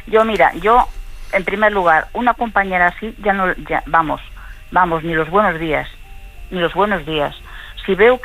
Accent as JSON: {"language": "Spanish", "town": "El Grove", "region": "Galicia", "country": "Spain", "said": "Pues La Lanzada, El Grove, bueno, yo soy de esta zona."}